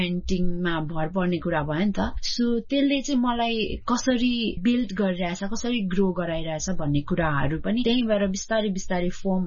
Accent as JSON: {"language": "Nepali", "town": "Dharan", "region": "Koshi Province", "country": "Nepal", "tie": "born or raised there", "moved": "yes", "lives_now": "Hong Kong", "said": "म चाहिँ नेपालमा जन्मेको हुर्केको चाहिँ मेरो धरान, मेरो पुर्ख्यौली घर चाहिँ भनेको भोजपुर, अनि हामीहरू माइग्रेसन हुँदै हुँदै आएको, अनि अहिले चाहिँ म हङकङमा छु, तर मेरो पढाइहरू सबै नेपालमा नै भएको।"}